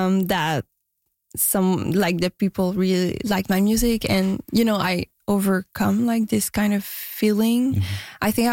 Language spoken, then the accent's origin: English; Quebec City, Quebec, Canada; first language French; English is a second language; moved away as an adult; now in Montreal, Canada; I grew up in Quebec City